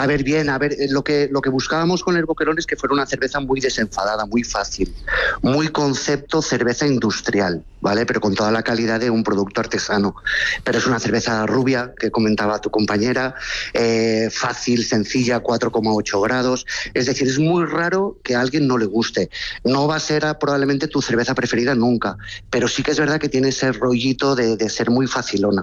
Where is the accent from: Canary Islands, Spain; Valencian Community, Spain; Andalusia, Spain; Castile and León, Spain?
Valencian Community, Spain; A ver, nosotros de momento somos valencianos y queríamos que tuviera un toque muy mediterráneo